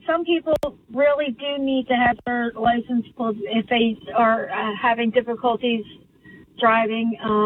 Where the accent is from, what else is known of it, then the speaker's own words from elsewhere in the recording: New Jersey, United States; moved away as an adult; also born or lived in Pennsylvania; my husband and I, born and raised in Jersey, moved to PA. We're coming back to New Jersey to live with her